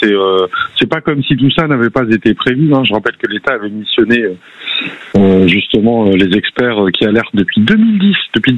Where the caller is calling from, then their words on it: Bordeaux, Nouvelle-Aquitaine, France; Bah moi je suis bordelais